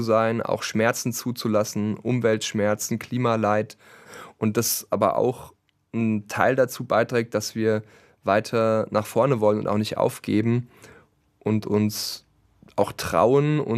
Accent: Mühltal, Hesse, Germany; fahre ich sehr gerne an den Kühlkopf am Altrhein bei uns im Hessischen Ried. Und da bin ich auch sehr oft schon gewesen, auch als kleiner Junge schon zum Angeln

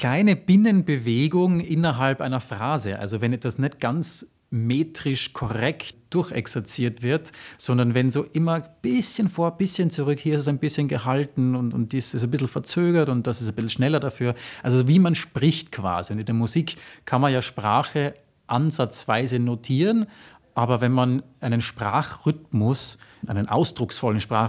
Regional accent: Graz, Styria, Austria; weil ich bin ja gar kein Wiener, ich bin ja Grazer

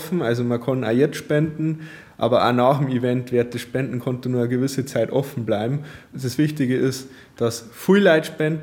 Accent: Menkofen, Bavaria, Germany; ich komme aus Bayern, bin in Bayern aufgewachsen, bin da verwurzelt

